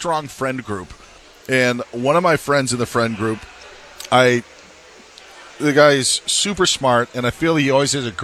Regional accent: Wisconsin, United States; now in Los Angeles, United States; my home state of Wisconsin

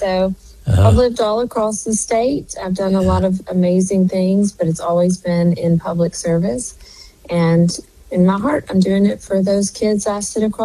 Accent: Memphis, Tennessee, United States; I was born and raised here in Memphis, a wonderful town full of underdogs and fighters.

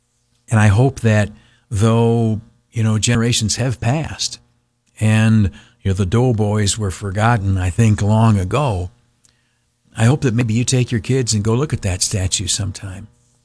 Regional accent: New York, United States; now in Syracuse, United States; Syracuse, I grew up in the Southern Tier. I've had privilege of working here now for 15 years, and I count myself blessed in that. But I'm not a son of your soil. I'm a newcomer, a visitor, if you will.

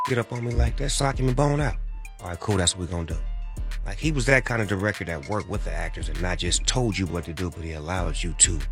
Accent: Long Beach, California, United States; considering that I come from Long Beach

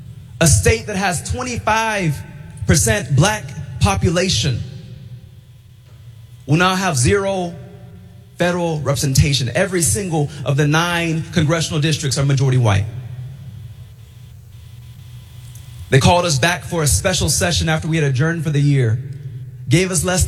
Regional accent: Tennessee, United States; I come from the Confederate state of Tennessee.

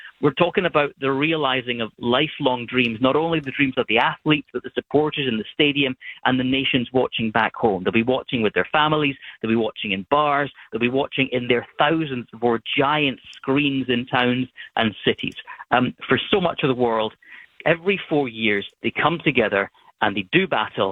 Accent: Scotland, United Kingdom; now in England; I'm Scottish and I live in England

